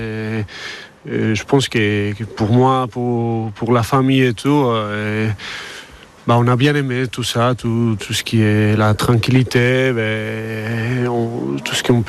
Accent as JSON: {"language": "French", "region": "Basque Country", "country": "Spain", "moved": "as an adult", "lives_now": "Limoges, France", "said": "moi, je suis basque, je suis d'un village à côté de Saint-Sébastien. Un très bel endroit."}